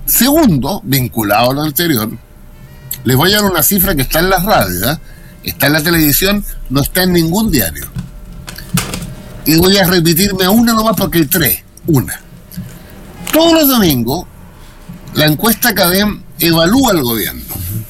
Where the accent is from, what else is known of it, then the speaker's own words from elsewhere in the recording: Santiago, Santiago Metropolitan Region, Chile; Yo soy santiaguino